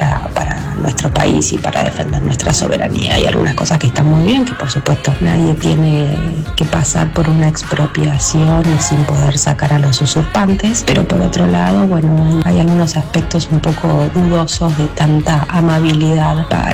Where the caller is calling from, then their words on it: Buenos Aires, Argentina; de Caballito